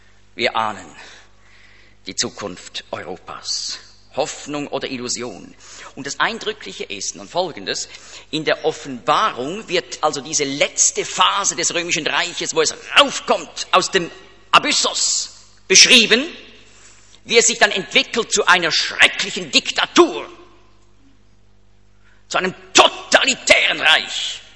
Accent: Switzerland; Er ist ja auch in der Schweiz, da ganz nahe, da wo ich aufgewachsen bin, ist er da über die Limmat, da hat jetzt noch ein Gedenkstein.

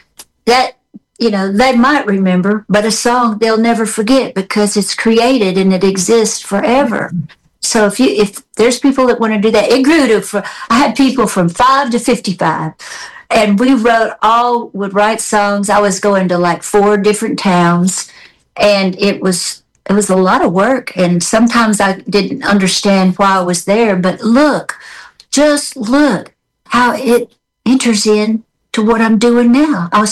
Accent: Memphis, Tennessee, United States; Teeny, you're from Memphis. I'm from Memphis. We should know each other.

